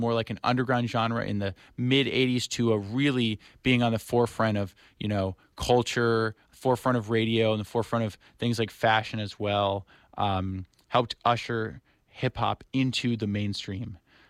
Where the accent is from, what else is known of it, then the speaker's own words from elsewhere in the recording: Chicago, Illinois, United States; And I'm from Chicago